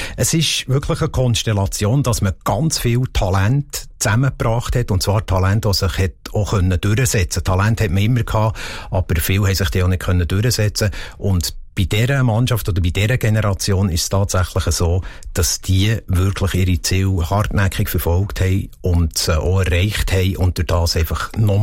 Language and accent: German; Switzerland; wir sind Schweizer, wir müssen unsere Werte leben